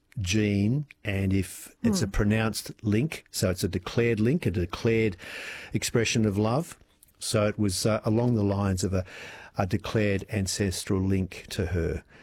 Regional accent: New Zealand; Being a Kiwi, my one and only tattoo reflects my heritage and a deep love and affinity for New Zealand.

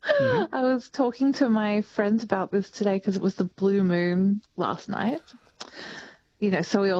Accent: St Kilda, Victoria, Australia; I grew up in St Kilda, but I've married someone who is a country boy.

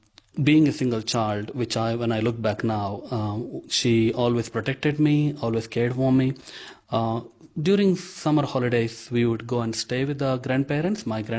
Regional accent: India; first language Konkani; English is a second language; So first song I picked up is called … That's my mother tongue.

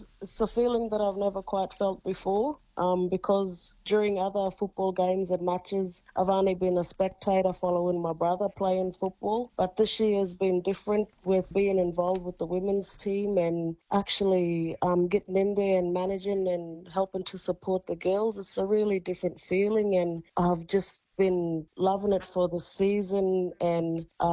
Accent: Cherbourg, Queensland, Australia; I love my hometown very, very much, and I love the Cherbourg Hornets just as much.

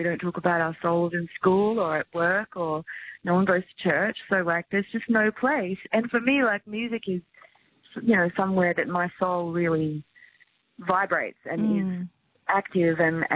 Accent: Queensland, Australia; I don't know about you, but I'm from Queensland, so I took the … quite seriously.

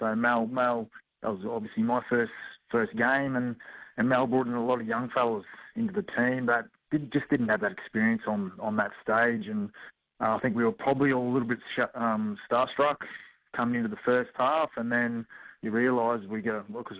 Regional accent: Herbert, Saskatchewan, Canada; Like, I come from Herbert, and it's a small community, and we'd have 20 or 30 people at our place every year.

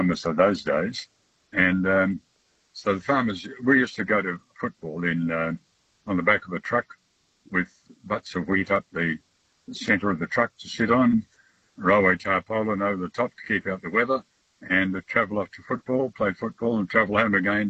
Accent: Burracoppin, Western Australia, Australia; Oh, well, it's my hometown and very special, yes, very special.

